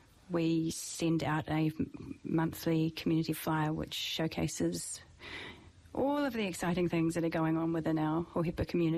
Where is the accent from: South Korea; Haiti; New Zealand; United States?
New Zealand; born there; moved away as an adult; also born or lived in Australia; now in Hawke's Bay, New Zealand; I was born in New Zealand and later on spent some time traveling, ended up in Australia for around 10 years and with a bit of back and forth, and then ended up back here in New Zealand in 2008